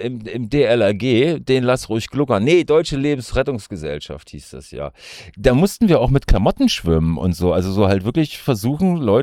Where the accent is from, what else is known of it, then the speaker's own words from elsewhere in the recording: North Rhine-Westphalia, Germany; aber ich komme halt aus dem Ruhrpott, so, da habe ich ja auch ein Händchen früher